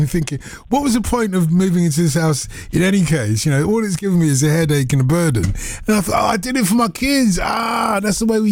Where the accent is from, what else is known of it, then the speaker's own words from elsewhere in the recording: Nigeria; Yeah, of course I'm Nigerian.